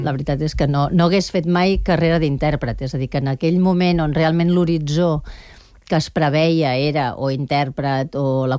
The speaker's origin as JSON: {"language": "Catalan", "town": "Barcelona", "region": "Catalonia", "country": "Spain", "said": "jo soc de Nou Barris"}